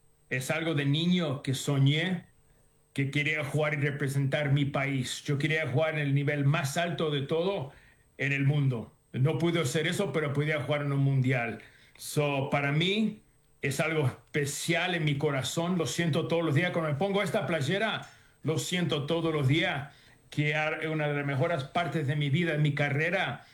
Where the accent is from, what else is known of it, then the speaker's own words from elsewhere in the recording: Argentina; Soy argentino.